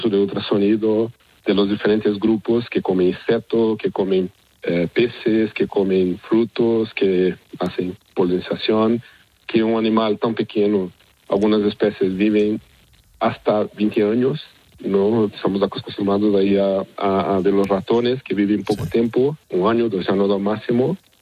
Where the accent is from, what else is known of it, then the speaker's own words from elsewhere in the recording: Brazil; Spanish is a second language; Yo estaba en máster en Brasil, yo soy brasileño. Ahí, en el laboratorio que estaba en la Universidad de Rio de Janeiro